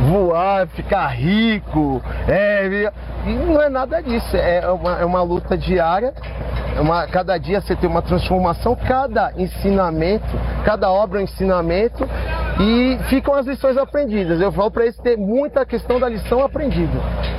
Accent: Santos, São Paulo, Brazil; hoje eu sou de Santos, mas trabalho aqui em São Paulo.

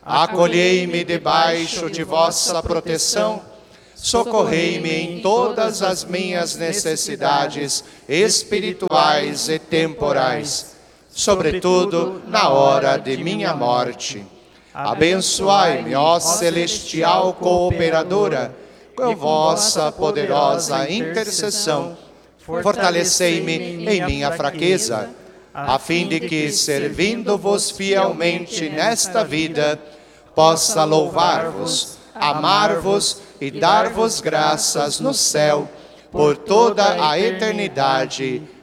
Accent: Brazil; also born or lived in Mexico

